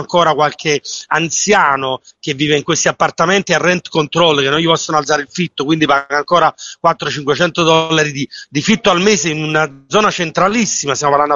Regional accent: Naples, Campania, Italy; Ma io ti dico che da napoletano, per prendere un caffè posso andare solo a East Williamsburg

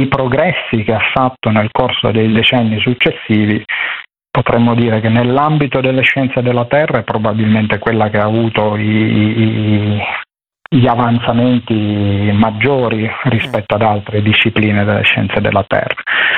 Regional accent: Genoa, Liguria, Italy; io sono genovese, però ho delle radici siciliane, okay. Quindi io da bambino frequentavo la Sicilia perché mia mamma è siciliana

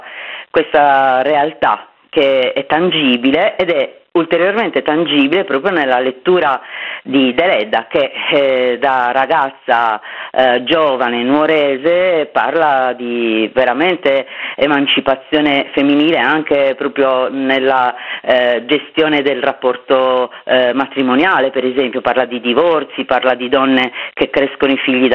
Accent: Sardinia, Italy; now in Bonorva, Italy; Io sono arrivata 6 anni fa, non sono nativa di questi luoghi, sono sarda ma non sono di Bonorva, non sono del Meilugu

